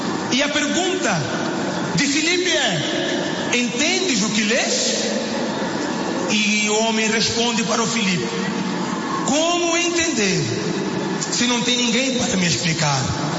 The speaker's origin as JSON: {"language": "Portuguese", "country": "Mozambique"}